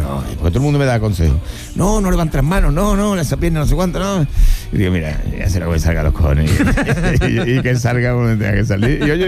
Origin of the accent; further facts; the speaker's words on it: Seville, Andalusia, Spain; born there; moved away as an adult; now in El Bosque, Spain; Yo soy sevillano de nacimiento, pero bosqueño de adopción.